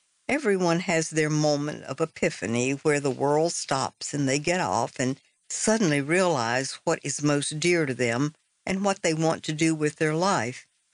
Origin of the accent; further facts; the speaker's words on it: New Orleans, Louisiana, United States; who I grew up with in New Orleans